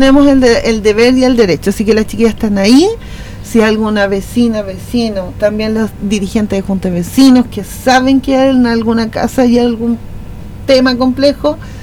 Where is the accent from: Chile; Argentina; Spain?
Chile; un deber que tenemos como ciudadanos chilenos